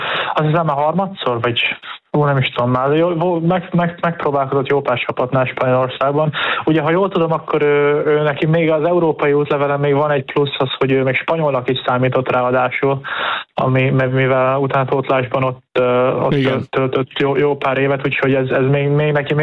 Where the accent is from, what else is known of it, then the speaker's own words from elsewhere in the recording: Hungary; magyarok vagyunk